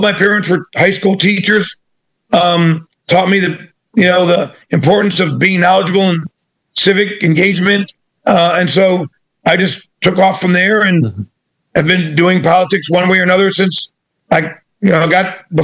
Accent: Euclid, Ohio, United States; my hometown of Euclid, which is a suburb on the east side of Cleveland.

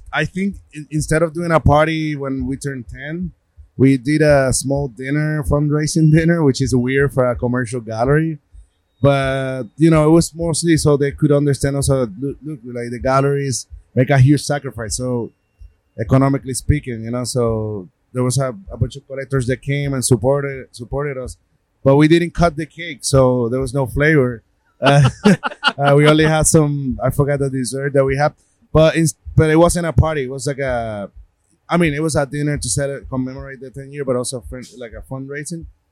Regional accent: Puerto Rico; accent: Puerto Rican; my Puerto Rican accent, which I'm very proud of.

